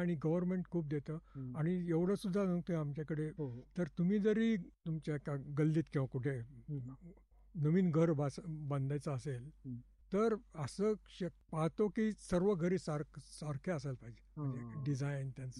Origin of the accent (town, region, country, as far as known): Ahmednagar, Maharashtra, India; moved away as an adult; now in France